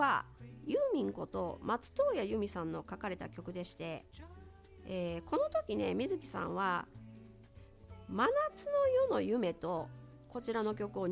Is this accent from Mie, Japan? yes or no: yes; Mie, Japan; 三重県の出身なので